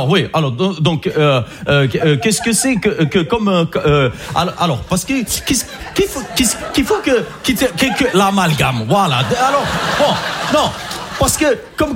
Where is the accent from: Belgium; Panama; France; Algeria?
Algeria; Je suis algérien, je pense pas qu'il y en ait ce soir d'ailleurs, les Algériens.